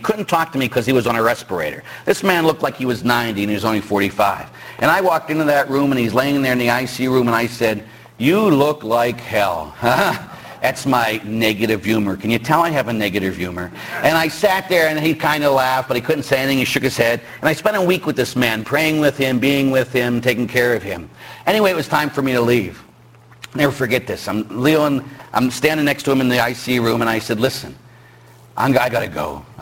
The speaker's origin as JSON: {"language": "English", "town": "Pittsburgh", "region": "Pennsylvania", "country": "United States", "said": "I'm from Pittsburgh, as everybody knows, and both my parents were cops."}